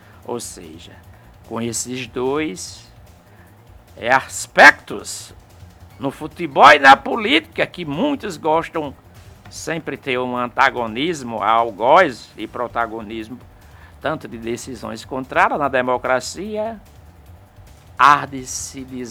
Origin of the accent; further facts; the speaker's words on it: Brazil; Nós somos brasileiros